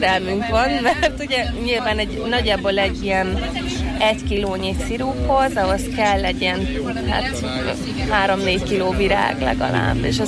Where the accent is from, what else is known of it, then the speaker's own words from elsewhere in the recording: Kács, Borsod-Abaúj-Zemplén, Hungary; born there; én itt születtem egyébként Kácson.